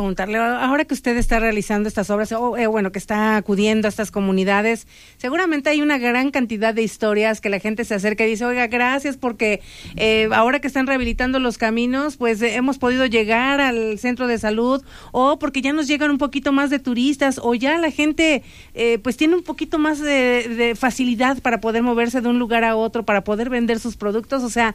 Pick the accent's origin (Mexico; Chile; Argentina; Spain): Mexico; Morelos; las mismas personas que vivimos en el estado de Morelos o que somos de Morelos